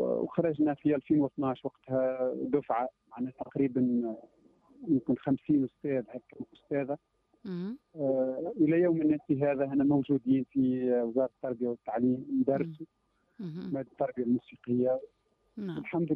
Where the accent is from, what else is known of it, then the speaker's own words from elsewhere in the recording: Tunisia; moved away as an adult; now in Oman; عمري ما كنت مفكر اني باش نخرج من تونس.